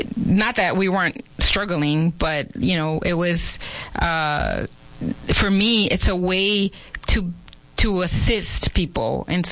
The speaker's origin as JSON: {"language": "English", "town": "Los Angeles", "region": "California", "country": "United States", "tie": "born or raised there", "said": "I grew up in L.A. I call it the land of … the San Fernando Valley."}